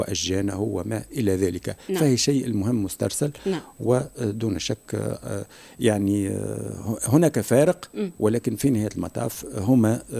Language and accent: Arabic; Tunisia; أنا كمواطن تونسي